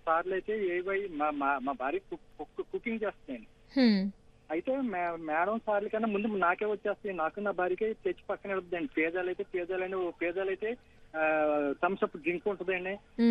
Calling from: Hyderabad, Telangana, India; Jubilee hills నుంచి మాట్లాడుతున్నానండి

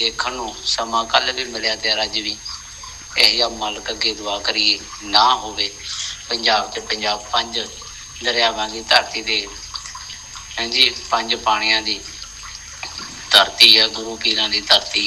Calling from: Ahmedgarh, Punjab, India; ਮੰਡੀ ਅਹਿਮਦਗੜ੍ਹ ਤੋਂ ਜੀ।

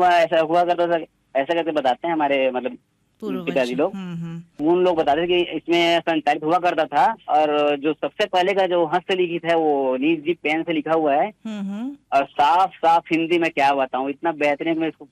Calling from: Sambalpur, Chhattisgarh, India; जब भी मैं बिलासपुर जाया करता था तो वहाँ पर जब मैं किसी को बताता था कि मैं संबलपुर से हूँ तो लोग मुझे उड़ीसा का ही समझते थे। तो मैं बोलता था भाई ये छत्तीसगढ़ का संबलपुर है, और हमारा संबलपुर बेमेतरा जिले में, फिलहाल अभी अब तो बेमेतरा हुआ है, पहले दुर्ग जिले में था।

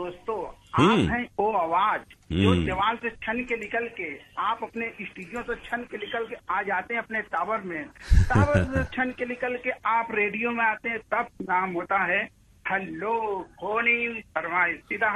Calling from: Varanasi, Uttar Pradesh, India; करोटा लोटा वाराणसी से।

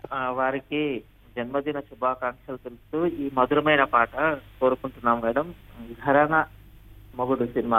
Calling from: Hyderabad, Telangana, India; మేము హైదరాబాద్ వనస్థలిపురం అండి.

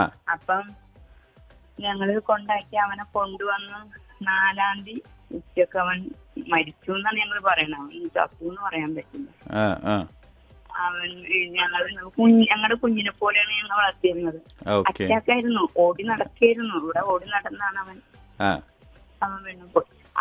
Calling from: Vypin, Kerala, India

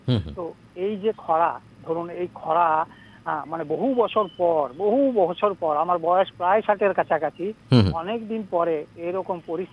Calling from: Dubrajpur, West Bengal, India; হ্যাঁ, আমি পশ্চিমবঙ্গের বীরভূম জেলার দুবরাজপুর থেকে

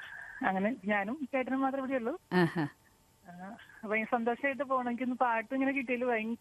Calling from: Annamanada, Kerala, India; Annamanada വെണ്ണൂര്

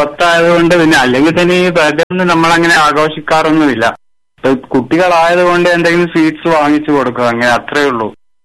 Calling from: Kalpeni, Lakshadweep, India; ഞാൻ കൽപ്പേനിയിൽ നിന്നാണ് വിളിക്കുന്നത്.

